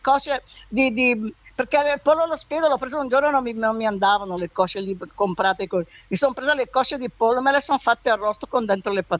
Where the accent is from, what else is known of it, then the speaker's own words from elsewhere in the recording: Lombardy, Italy; born there; moved away; sono nata in montagna, che sono nata a Valcamonica anch'io, né? Io sono alla casa a 3 chilometri da Breno, né? Cemmo, l'hai sentita nominare?